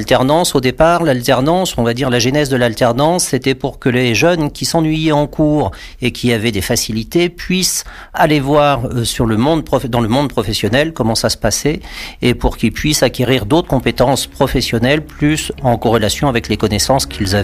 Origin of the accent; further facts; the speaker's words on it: Centre-Val de Loire, France; moved away as an adult; also born or lived in Charente / Vienne / Deux-Sèvres; now in Allier, France; mon pays d'origine ou mon département d'origine qui est le 37, l'Indre-et-Loire.